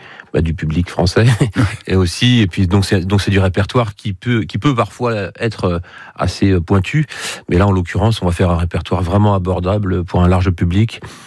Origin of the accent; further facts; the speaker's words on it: Château-Gontier, Pays de la Loire, France; je suis originaire de Château-Gontier